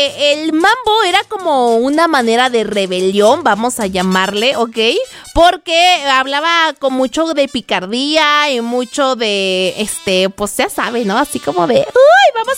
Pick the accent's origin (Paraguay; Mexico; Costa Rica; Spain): Mexico; Y ustedes saben que los mejores fans somos nosotros, somos los mexicanos.